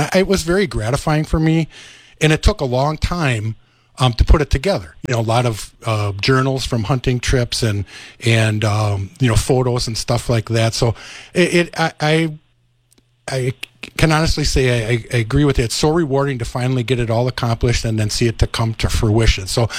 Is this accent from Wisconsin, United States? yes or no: yes; Milwaukee, Wisconsin, United States; So I wrote a short book about, you know, my life growing up in Milwaukee along the Milwaukee River